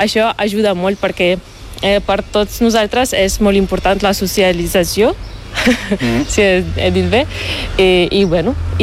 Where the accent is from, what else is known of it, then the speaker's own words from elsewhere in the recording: Western Ukraine, Ukraine; Catalan is a second language; Exacte, sí. Teníem ucraïnès en l'escola, en guarderia